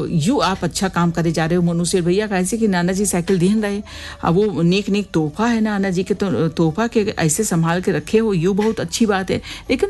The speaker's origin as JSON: {"language": "Hindi", "town": "Barabanki", "region": "Uttar Pradesh", "country": "India", "said": "कटरा बारामंकी का रहने वाला हूँ"}